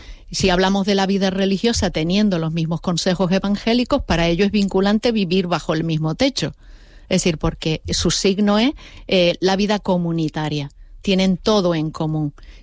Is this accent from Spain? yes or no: yes; La Palma, Canary Islands, Spain; moved away as an adult; now in Gran Canaria, Spain; Me vengo de La Palma, porque yo soy de La Palma.